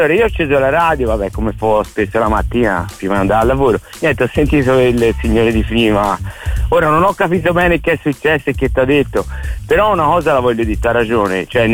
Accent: Florence, Tuscany, Italy; Fiorentini, io lo so, perché io sono fiorentino e metà sono sardo

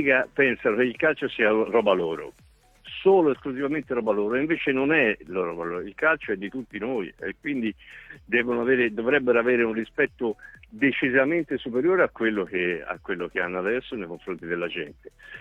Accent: Piedmont, Italy; che ne so, Pinerolo Chivasso, per dirlo da piemontese

